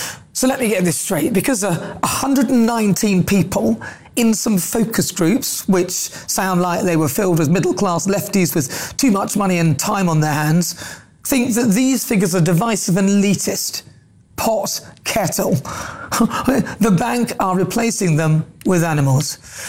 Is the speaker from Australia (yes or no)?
no; United Kingdom; I, for one, am so proud of being British.